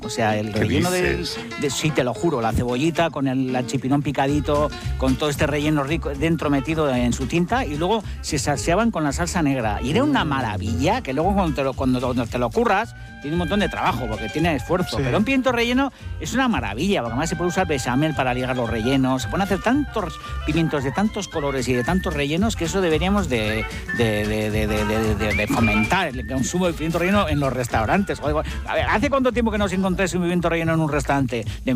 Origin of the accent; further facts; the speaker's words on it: Basque Country, Spain; Sí, es verdad. Como vasca